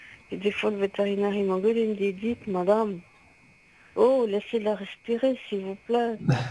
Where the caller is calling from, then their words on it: Italy; C'est le seul défaut qu'on a les Italiens, on est très tactile